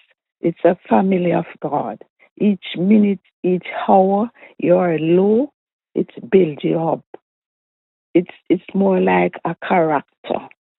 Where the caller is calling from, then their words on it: London, United Kingdom; I'm listening from London.